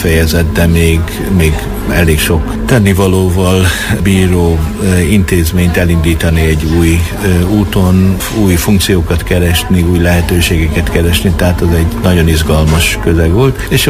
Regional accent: Bükkaranyos, Borsod-Abaúj-Zemplén, Hungary; Bükkaranyos nevű településen nőttem fel, nőttem fel valóban lelkész családban.

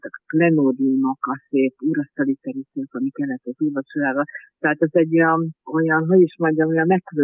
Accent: Tiszántúl, Hungary; gyerekkoromban ugye Tiszán innen vagyok, és ott a parókián ott volt az édesapám szobájában az egyházláda.

